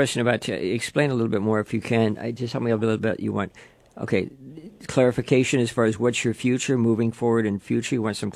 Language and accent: English; Levittown, New York, United States; I grew up in Levittown